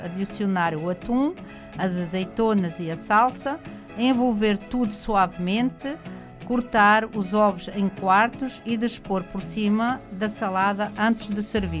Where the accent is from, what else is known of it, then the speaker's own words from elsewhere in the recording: Óbidos, Centro, Portugal; vão ser enviados para a Uceira de Óbidos. Para os frigoríficos lá na minha terra.